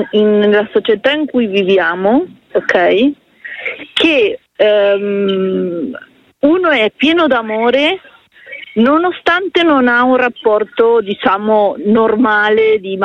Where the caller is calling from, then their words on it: Milan, Lombardy, Italy; Da Milano.